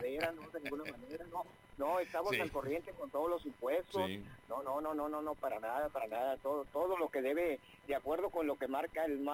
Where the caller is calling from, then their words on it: Tijuana, Baja California, Mexico; Andamos acá, pues aquí en Tijuana, aquí estamos. No hemos salido para ninguna parte.